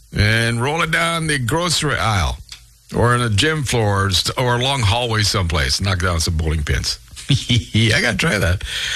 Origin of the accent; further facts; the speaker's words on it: Canada; We're Canadian.